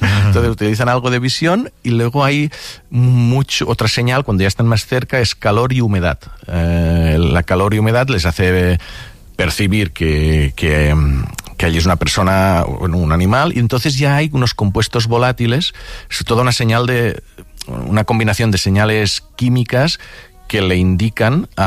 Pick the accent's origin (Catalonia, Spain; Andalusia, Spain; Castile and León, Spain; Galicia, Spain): Catalonia, Spain; Pues algunas cosas, mira que soy del Delta del Ebre, allí mosquitos, sí.